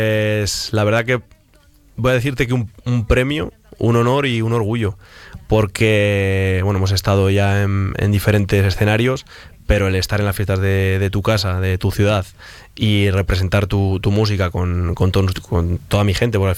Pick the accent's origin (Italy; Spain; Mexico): Spain; Burgos, Castile and León; born there; Y yo he nacido en Burgos, pero toda mi familia es de Aranda.